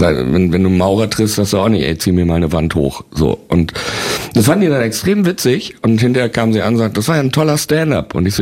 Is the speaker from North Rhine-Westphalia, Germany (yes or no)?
yes; Bielefeld, North Rhine-Westphalia, Germany